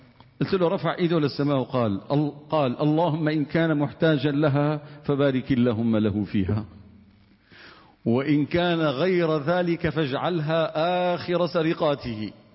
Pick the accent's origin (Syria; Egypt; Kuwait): Syria; قلت له والله انا اتيت من سوريا.